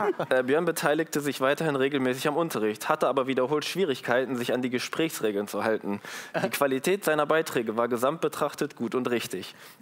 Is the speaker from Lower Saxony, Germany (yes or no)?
no; Hermeskeil, Rhineland-Palatinate, Germany; born there; Nee, ich bin in Hermeskeil geboren, das ist in der Nähe von Trier.